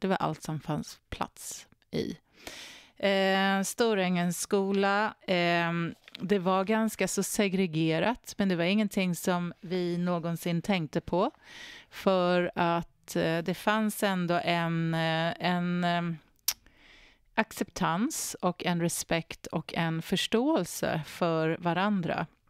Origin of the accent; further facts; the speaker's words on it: Nacka, Stockholm County, Sweden; also born or lived in Gustavsberg; Och vi hade en del jugoslaver också som bodde i det här området i Nacka där jag växte upp.